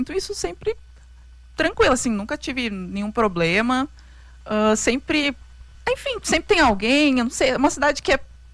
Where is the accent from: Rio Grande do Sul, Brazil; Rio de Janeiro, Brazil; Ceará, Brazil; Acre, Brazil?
Rio Grande do Sul, Brazil; Porto Alegre; now in São Paulo, Brazil; eu sou de Porto Alegre, mas moro aqui há 4 anos, em São Paulo.